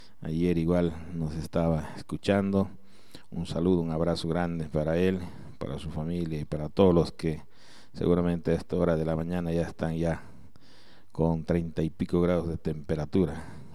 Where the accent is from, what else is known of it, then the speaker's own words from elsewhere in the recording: Pasorapa, Cochabamba, Bolivia; moved away; un abrazo grande a mi tierra, Pasorapa